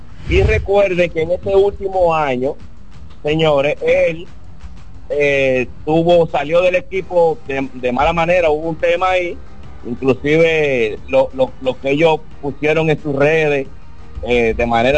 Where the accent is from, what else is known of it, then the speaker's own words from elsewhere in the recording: Santo Domingo, Distrito Nacional, Dominican Republic; Yo soy nacido y criado en Villa Juana, aunque mi residencia por más de 25 años está en Villa Consuelo